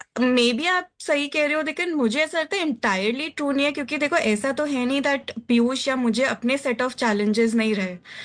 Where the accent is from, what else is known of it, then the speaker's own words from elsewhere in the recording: Delhi, India; now in Kolkata, India; एक तो ये कैलकटा से, हमें दिल्ली से हो